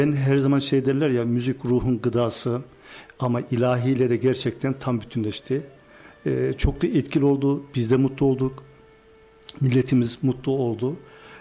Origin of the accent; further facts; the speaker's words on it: Amasya, Turkey; Aslında ben Amasyalıyım. Amasya Büyükağa Medresesi'nde hafızlığımı yaptım.